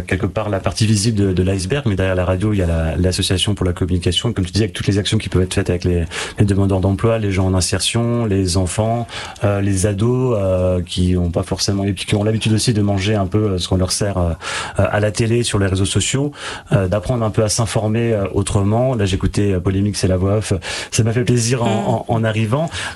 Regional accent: Grand Est, France; c'était moi qui viens du Toulois.

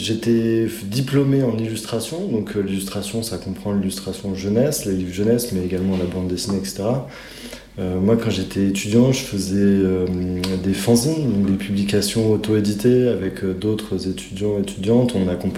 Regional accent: Grenoble, Auvergne-Rhône-Alpes, France; now in Strasbourg, France

